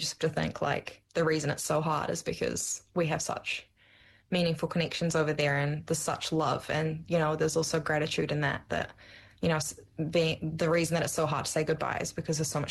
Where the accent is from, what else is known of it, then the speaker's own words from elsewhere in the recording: Amsterdam, North Holland, Netherlands; English is a second language; moved away; yeah, I am from Holland and yeah.